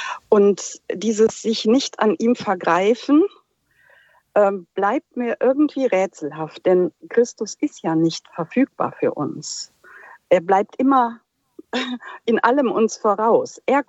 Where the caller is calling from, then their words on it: Friedrichsdorf, Hesse, Germany; Ich komme aus Friedrichsdorf im Vordertaunus.